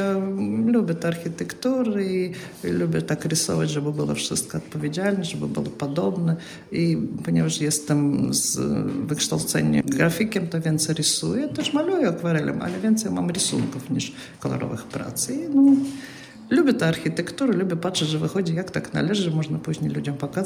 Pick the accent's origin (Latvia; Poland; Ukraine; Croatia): Latvia; Riga; jestem z Rygi, zawsze mieszkałam w Rygi